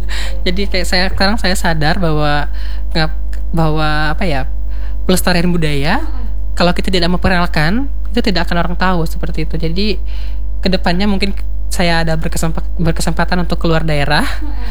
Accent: Central Kalimantan, Indonesia; now in Palangkaraya, Indonesia; ketika saya kembali ke daerah saya, ke Katingan

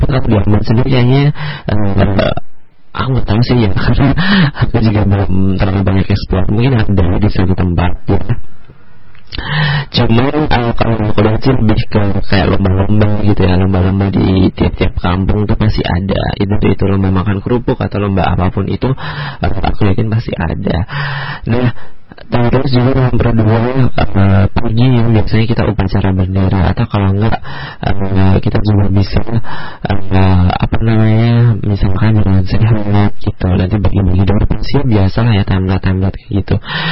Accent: Surakarta, Central Java, Indonesia; Terus kalau misalkan di Solo itu tuh ya teman berdua karena kebetulan aku dari Solo.

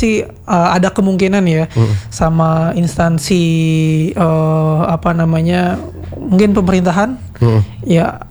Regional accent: Pandeglang, Banten, Indonesia; now in Cirebon, Indonesia; Iya, serius, saya asli Banten. Pandeglang Banten.

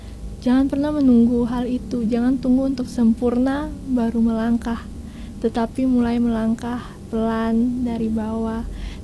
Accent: Bobo, Maluku, Indonesia; Tapi bagaimana saya mencari potensi baru seperti kampung halaman saya kayak Bobo, karena banyak pasti yang masih

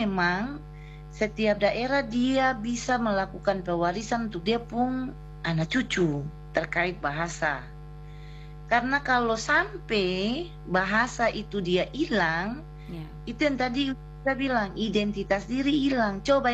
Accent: Ambon, Maluku, Indonesia; first language Ambonese Malay; beta mau bilang beta orang Ambon, beta cuma tahu Melayu Ambon. Sebenarnya beta malu, karena beta sempung bahasa daerah, bukan sempung, beta sen tahu.

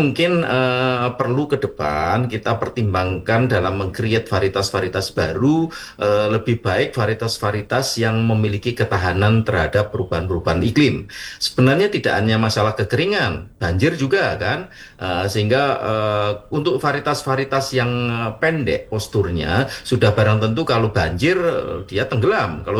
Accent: Blora, Central Java, Indonesia; moved away; Karena saya berasal dari Blora, Bu Kunci. Saya ingat betul ketika musim kemarau, ya pasti harus nyari air lah. Harus berjalan, kadang-kadang berjalan 1-2 kilo untuk nyari air kan, karena Blora wilayah kering kan.

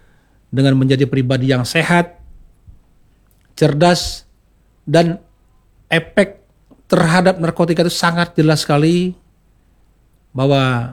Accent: South Sumatra, Indonesia; di kampung saya di Musyarawas

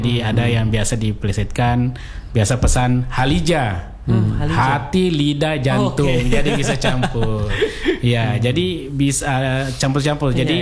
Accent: South Sulawesi, Indonesia; now in Ternate, Indonesia; saya ini adalah warga Kota Ternate. Karena KTP saya sudah KTP Ternate. Jadi meskipun asal saya dari Sulawesi Selatan, saya dari Bugis, tapi saya menganggap bahwa saya ini bukan pendatang, tapi saya adalah warga Kota Ternate.

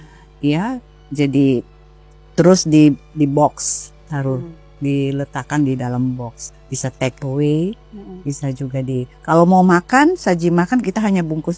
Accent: Maluku, Indonesia; kita sebagai orang Maluku kalau identitas kita dikenal kan rasanya senang.

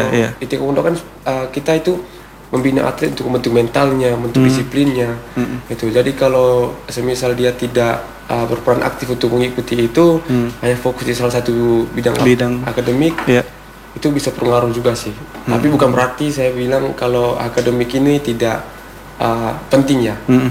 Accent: Labuan Bajo, East Nusa Tenggara, Indonesia; now in Surabaya, Indonesia; beberapa tahun kemudian saya bawa mereka untuk ikutan di daerah saya sendiri.

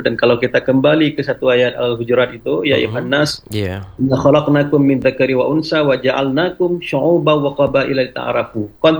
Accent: Aceh, Indonesia; Kita kalau kita ke Jawa ketemu dengan orang Jawa, kita tidak kehilangan Acehnya.

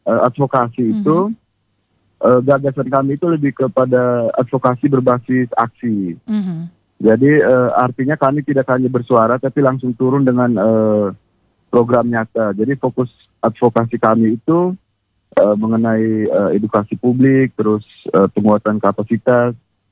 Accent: East Nusa Tenggara, Indonesia; di desa kami, karena jalur kami itu berada di lintasan pantai utara kan. Jadi fokus kami saat ini untuk penanaman mangrove itu masih di skala kecil, yaitu di desa Eramu sendiri.

